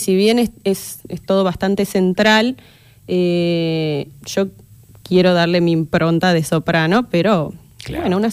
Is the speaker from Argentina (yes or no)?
yes; Salta, Argentina; Sí, soy salteña.